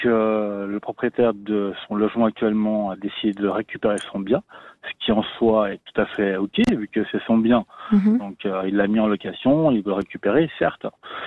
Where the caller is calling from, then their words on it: Geneva, Switzerland; de Genève.